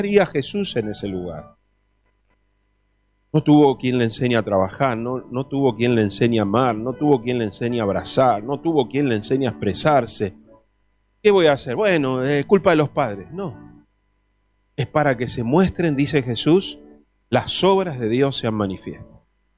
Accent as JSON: {"language": "Spanish", "country": "Argentina"}